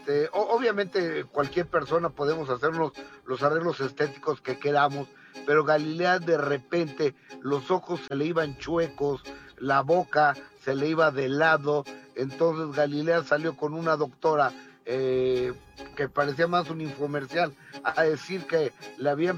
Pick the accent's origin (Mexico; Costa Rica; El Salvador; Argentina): Mexico; es lo que sobra en mi país, y creo que en otros, pero vamos a hablar de México.